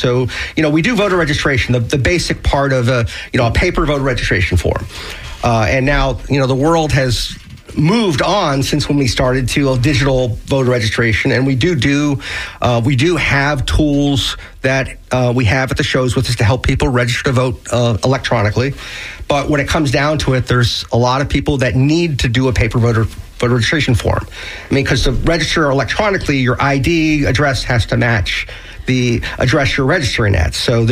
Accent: Miami, Florida, United States; moved away as an adult; also born or lived in Ohio; now in St. Petersburg, United States; So I grew up in Miami. Was like a typical 18-year-old, moved out of Miami when I was 18 and went to college.

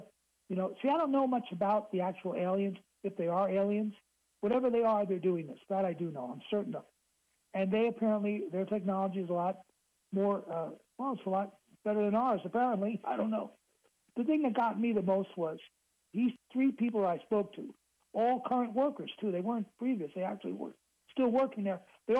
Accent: Queens, New York, United States; I am a native New Yorker. I was born in Queens.

